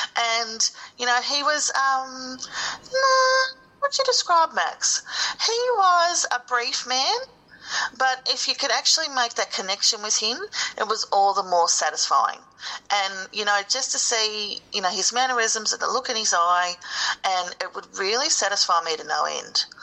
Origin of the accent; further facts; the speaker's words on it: Hay, New South Wales, Australia; We come from Hay. We don't have a lot of resources, but tennis does actually have these magnificent resources of the Callaghan family.